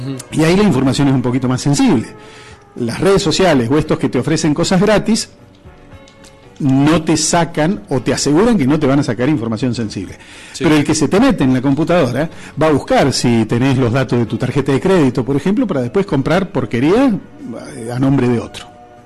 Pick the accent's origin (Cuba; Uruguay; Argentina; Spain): Argentina